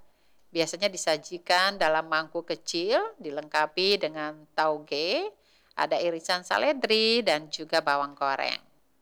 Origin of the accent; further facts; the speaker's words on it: Sulawesi, Indonesia; kita orang Sulawesi